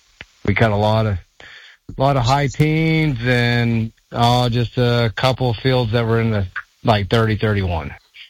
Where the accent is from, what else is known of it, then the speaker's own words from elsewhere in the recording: North Dakota, United States; We're from North Dakota. We're currently cutting here at St. Francis.